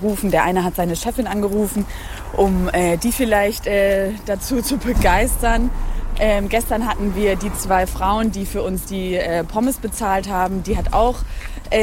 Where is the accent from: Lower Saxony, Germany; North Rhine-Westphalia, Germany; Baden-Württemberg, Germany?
Baden-Württemberg, Germany; Mannheim; ich bin auch aus Mannheim.